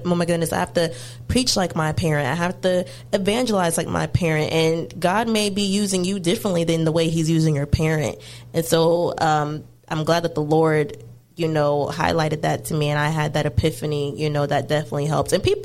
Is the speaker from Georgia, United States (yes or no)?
yes; Georgia, United States; I am born and raised